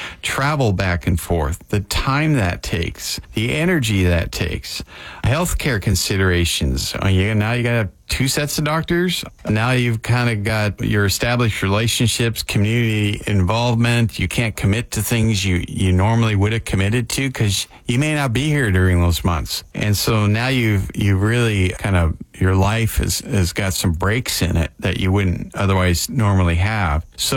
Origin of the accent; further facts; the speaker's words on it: Washington, United States; I'm from Washington.